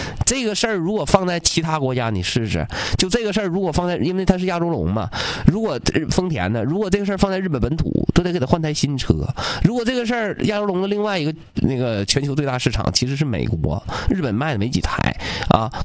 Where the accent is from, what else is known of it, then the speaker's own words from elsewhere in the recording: Northeast China, China; 我们东北的，东北冬天特别冷